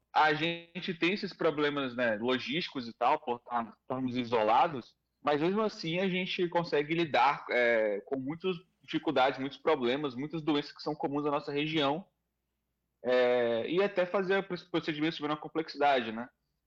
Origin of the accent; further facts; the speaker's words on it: Manaus, Amazonas, Brazil; Eu sou manauara daqui do Amazonas, com muito orgulho.